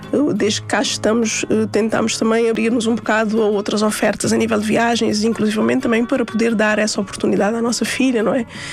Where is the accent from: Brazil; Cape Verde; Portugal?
Cape Verde; São Vicente; nós crescemos em minha casa, em Cabo Verde